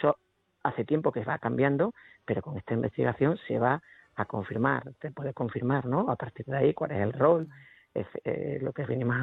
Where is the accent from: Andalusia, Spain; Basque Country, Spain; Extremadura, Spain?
Extremadura, Spain; que está en el Alentejo portugués, que es casi tanto o más calor que el que hace en mi tierra aquí